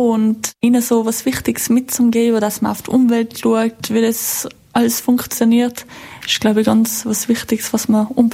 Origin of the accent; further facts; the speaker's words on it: Holzgau, Tyrol, Austria; Und das ist, glaube ich, bei uns in Holzgau schön, dass man ja vor allem irgendwie ein bisschen was mitnehmen kann, sei es schwimmen gehen in der See oder Berge oder wandern. Ja, das hat eigentlich die Kindheit geprägt